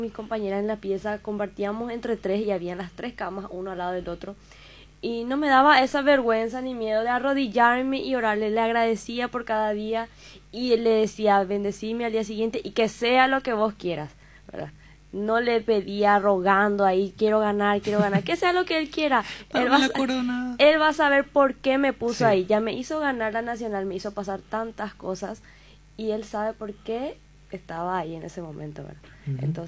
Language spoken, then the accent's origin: Spanish; San Estanislao, San Pedro, Paraguay; Yo no soy de Asunción, soy de Santaní, una persona humilde, de una familia humilde